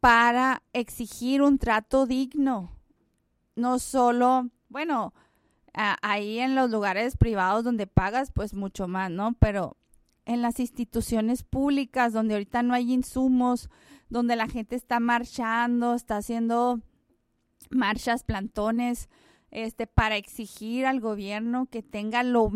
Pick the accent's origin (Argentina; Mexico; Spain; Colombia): Mexico; nosotros como mexicanos